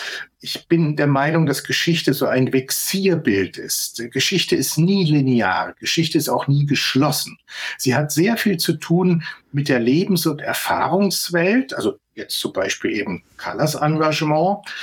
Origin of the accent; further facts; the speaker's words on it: Bayreuth, Bavaria, Germany; als gebürtiger Bayreuther